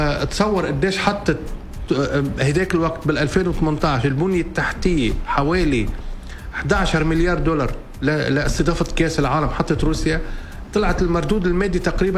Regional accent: Lebanon; أنا كلبناني

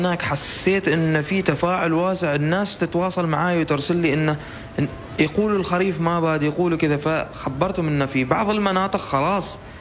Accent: Oman; نحن عندنا في سلطنة عمان

